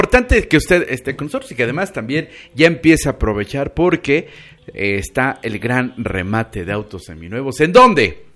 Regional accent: Mexico

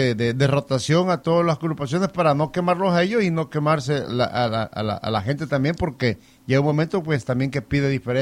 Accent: El Salvador

